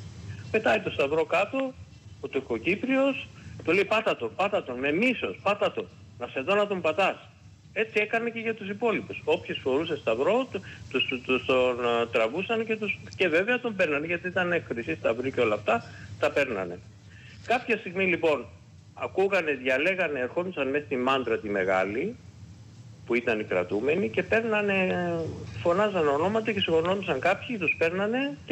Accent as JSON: {"language": "Greek", "town": "Famagusta", "region": "Famagusta District", "country": "Cyprus", "tie": "born or raised there", "moved": "yes", "said": "Γιατί το σπίτι μου είναι στην περιφραγμένη περιοχή της Αμοχώστου."}